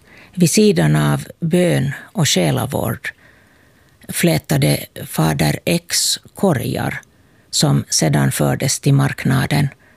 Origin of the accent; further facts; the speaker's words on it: Kauniainen, Uusimaa, Finland; Jag kommer från Grankulla och är din talare i aftonandakten ikväll.